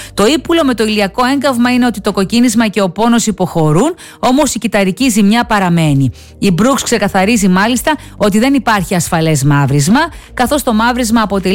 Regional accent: Greece; εγώ κυνηγώ τις κόρες μου στην παραλία ως Ελληνίδα μάνα

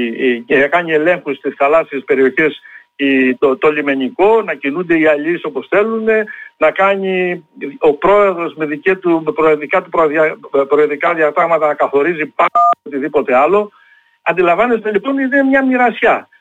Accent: Greece; είμαι Έλληνας

